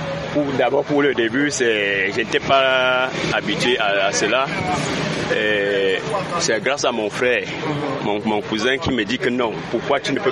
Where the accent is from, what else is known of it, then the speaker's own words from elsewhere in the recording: Cameroon; nous sommes Camerounais.